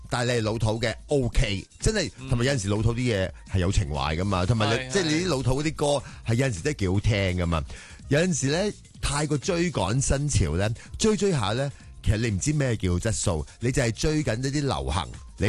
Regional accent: Hong Kong; 所以我们香港人普遍都怕靓，怕自己老土啊或者什么样。

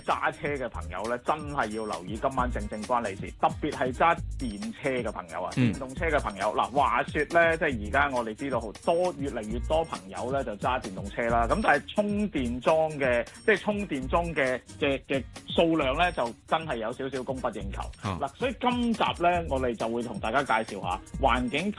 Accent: Hong Kong; 我們香港人

